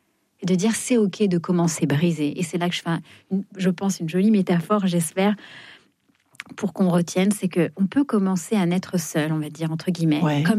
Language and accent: French; Fontainebleau, Île-de-France, France; Moi, je viens de Fontainebleau. Et c'est ce que je dis.